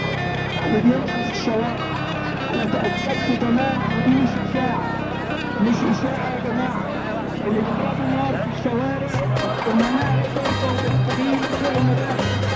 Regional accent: Egypt; احنا كلنا مصريين، كلنا مصريين

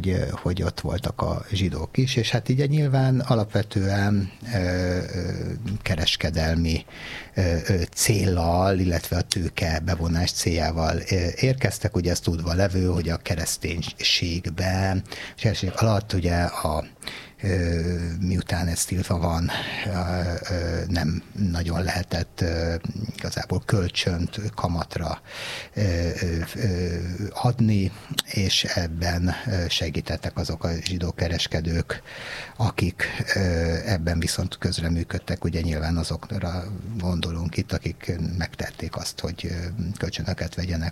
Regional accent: Hungary; itt élünk Magyarországon és magyarok vagyunk

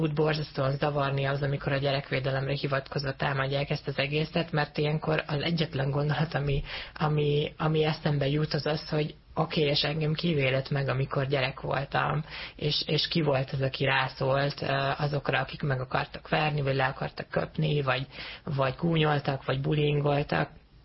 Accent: Hungary; Én ugye transznemű fiatalként nőttem fel Magyarországban, egy vidéki kis faluban

